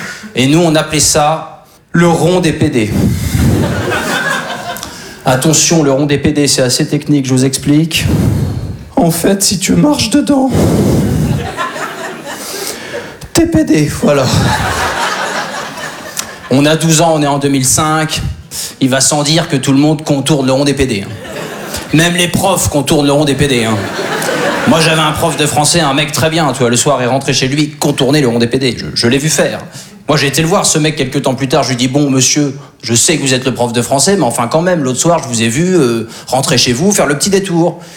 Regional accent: Normandy, France; Alors moi, je suis originaire de Basse-Normandie. Il y en a qui voient un petit peu où c'est la Basse-Normandie?

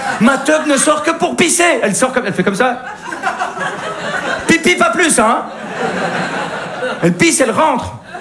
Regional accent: Belgium

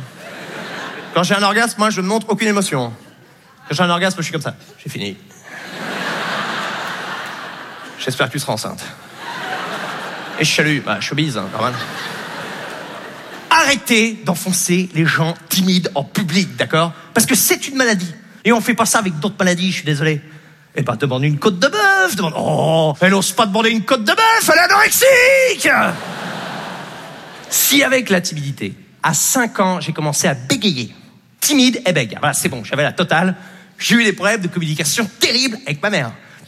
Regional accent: Normandy, France; J'ai grandi en Basse-Normandie, Et une psy en Basse-Normandie, on va relativiser, c'est pas pareil, non.

